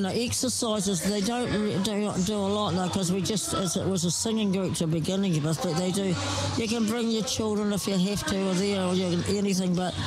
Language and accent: English; Dunedin, Otago, New Zealand; also born or lived in Gore; I was born in Gore, down the way. Gore, and I was brought up in Dunedin. And my mother, my grandmother was part Aboriginal, my mum's mother.